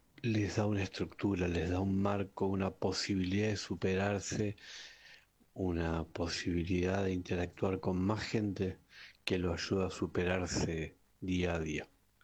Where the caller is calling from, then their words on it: Ramos Mejía, Buenos Aires Province, Argentina; de Ramos Mejía.